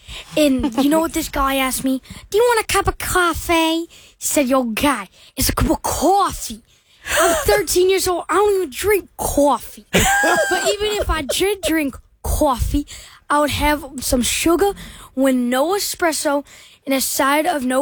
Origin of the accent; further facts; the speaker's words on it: Texas, United States; He's from New York. I'm from Texas.